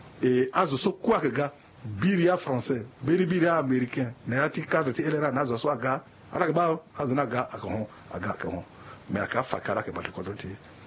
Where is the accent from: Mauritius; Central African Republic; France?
Central African Republic; nous sommes centrafricains